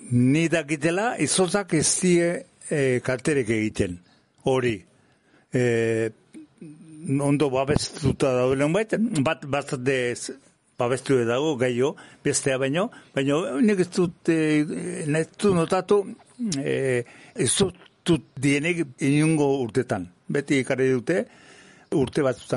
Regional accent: Amezketa, Basque Country, Spain; eta orduan, ba, gure herrin, amezketan, ni naizen herrin, anpolaie esatzen zaie.

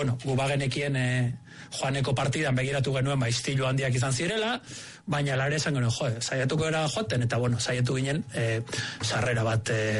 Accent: Bosnia & Herzegovina; now in Spain; gerra hasi zen, gure herrian, gurasoi etxe arrezieten, lagunak hil zizkidaten, ni Zubietan nengoen entrenatzen, eta zuen etxera bueltatu nahi Bosniako gerrako notiziak entzutera.

